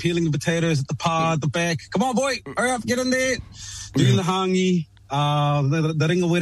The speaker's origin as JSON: {"language": "English", "region": "Taranaki", "country": "New Zealand", "tie": "born or raised there", "said": "I was raised in Taranaki, and we used to go dive."}